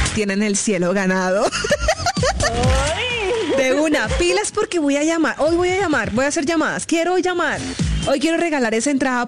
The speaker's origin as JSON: {"language": "Spanish", "town": "Barranquilla", "region": "Atlántico", "country": "Colombia", "tie": "born or raised there", "said": "yo nací en la Costa Caribe, o sea, yo soy de la ciudad de Barranquilla"}